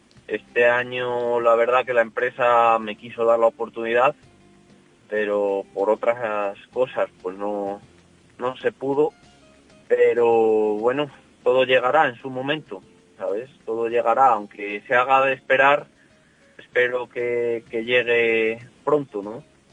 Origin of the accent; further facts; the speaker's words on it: Peñaranda de Bracamonte, Castile and León, Spain; Peñaranda pues es mi tierra, ¿no? Es donde yo vivo todos los días, donde convivo con la gente